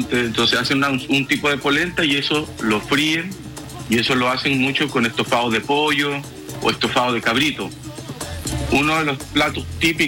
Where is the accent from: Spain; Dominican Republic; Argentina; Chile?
Chile; Rancagua, O'Higgins; moved away as an adult; also born or lived in Santiago, Chile / Curaçao; now in Netherlands; yo soy de Rancagua y estudié en Santiago.